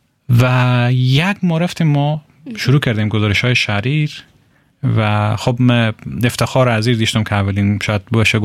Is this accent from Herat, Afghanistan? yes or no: yes; Herat, Afghanistan; و متولد هراتم.